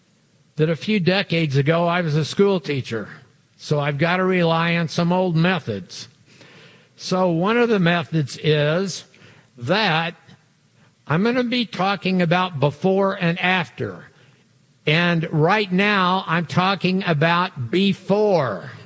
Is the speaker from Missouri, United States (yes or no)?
yes; Missouri, United States; I grew up in the Missouri Burnt District.